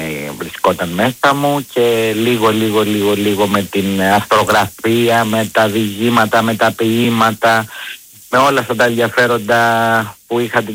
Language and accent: Greek; Corfu, Ionian Islands, Greece; also born or lived in Sparta; Ναι, γεννήθηκα στη Σπάρτη και 5 ετών ήρθα στην Κέρκυρα.